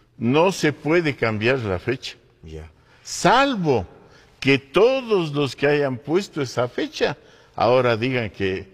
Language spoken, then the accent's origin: Spanish; Atuntaqui, Imbabura, Ecuador; Yo nací en el Cantón Antonio Ante, en la ciudad de Atuntaqui, que tiene mucha historia